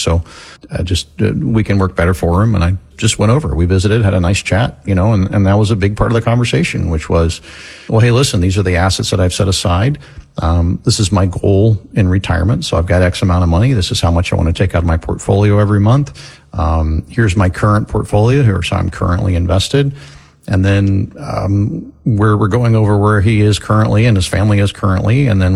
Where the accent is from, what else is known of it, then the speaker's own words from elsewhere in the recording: Florida, United States; And so we were aware growing up in Florida that school teachers in Florida didn't get paid as much as school teachers, you know, in other places.